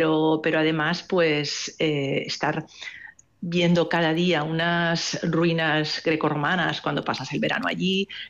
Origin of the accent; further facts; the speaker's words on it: Barcelona, Catalonia, Spain; No soy de La Escala porque yo soy urbana de Barcelona.